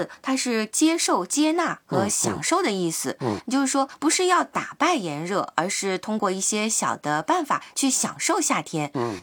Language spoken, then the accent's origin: Chinese; China; now in Japan; 那中国当然也有风铃啊，我小时候在家里挂过用玻璃做的风铃，到日本以后啊，现在我家挂的是一个铁制的风铃。